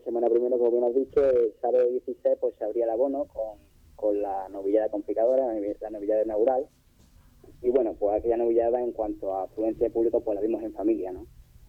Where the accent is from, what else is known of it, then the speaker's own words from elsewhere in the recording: Córdoba, Andalusia, Spain; de mi ciudad, de mi tierra de Córdoba